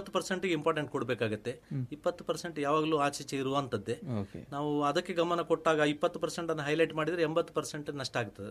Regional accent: Tulu Nadu, India; ನಮ್ಮ ತುಳುನಾಡು ಅಂತ ಹೇಳುವ ಒಂದು ಪವಿತ್ರ ಭೂಮಿಯಲ್ಲಿದ್ದೇವೆ.

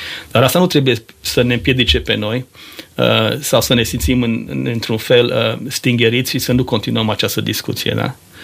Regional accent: Maramureș County, Romania; moved away; dar am plecat de mult timp din România și de acasă, din Maramureș.

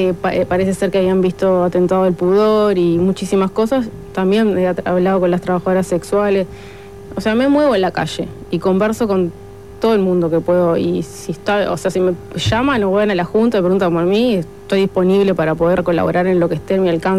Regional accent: Maldonado, Uruguay; Bueno, yo soy de Maldonado desde que nací

